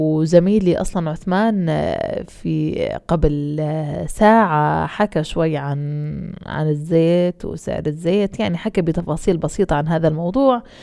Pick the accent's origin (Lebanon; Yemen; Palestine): Palestine; يعني احنا كشعب فلسطيني كل اشي لازم يمر بغصة